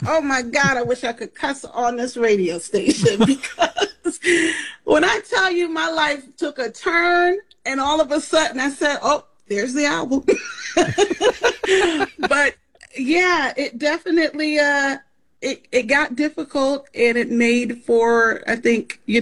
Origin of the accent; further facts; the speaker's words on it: Rochester, New York, United States; I'm just ready to have a blackety black show in Rochester, my hometown.